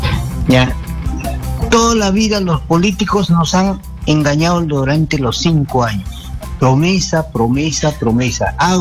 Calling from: Lima, Peru

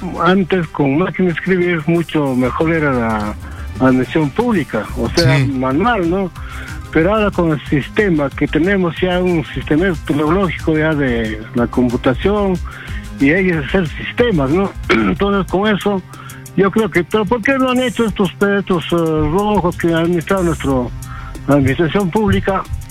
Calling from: Lima, Peru; de Cerco de Lima.

